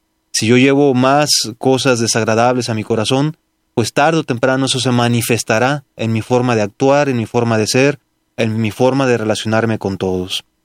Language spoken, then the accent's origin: Spanish; Mexico